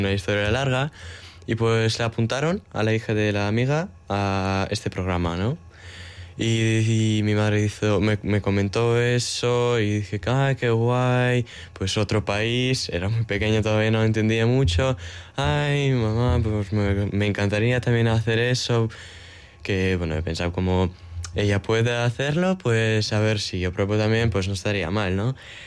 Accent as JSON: {"language": "Spanish", "region": "Kyiv Oblast", "country": "Ukraine", "second_language": "Spanish", "said": "hemos ido de mi pueblo a Boryspil, que es otra ciudad que está cerca"}